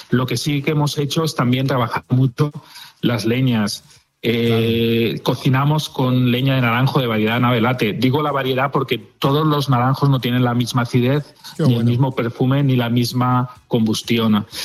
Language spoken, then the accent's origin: Spanish; Valencian Community, Spain; no está cocinado como los valencianos decimos que tiene que estar cocinado un arroz